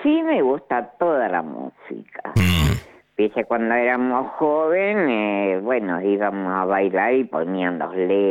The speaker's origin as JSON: {"language": "Spanish", "region": "San Juan", "country": "Argentina", "tie": "born or raised there", "moved": "yes", "said": "yo soy de San Juan"}